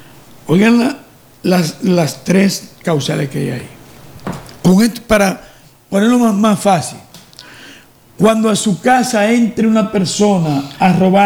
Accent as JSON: {"language": "Spanish", "country": "Dominican Republic"}